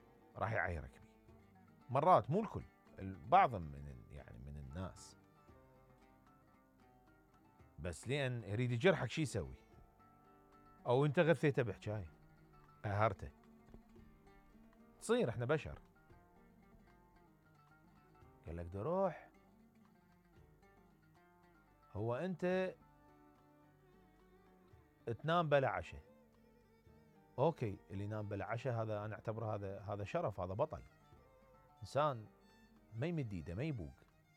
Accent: Iraq; الله يحفظ مجتمعنا وبلدنا من زاخو للفاو

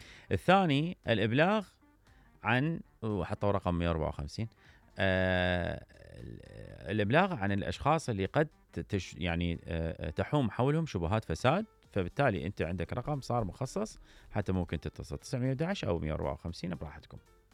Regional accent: Iraq; يعني هاي طبعا واحده من الاشياء اللي لازم كنا نحس بيها كنا كعراقيين

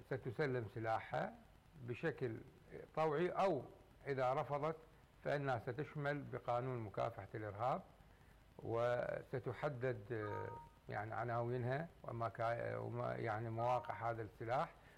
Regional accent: Iraq; ونحن كعراقيين بوصفنا عراقيين

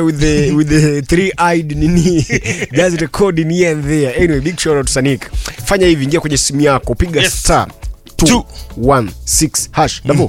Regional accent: Bungoma, Bungoma County, Kenya; Kisumu people, my Bungoma people.

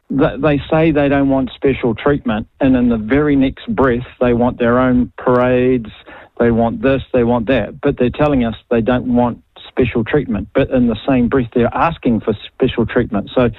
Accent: Auckland, New Zealand; Like, I grew up in South Auckland and, you know, the Māori thing, it's like, that's probably 1%.

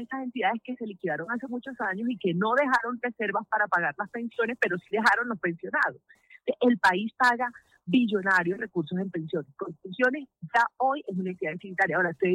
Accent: Colombia

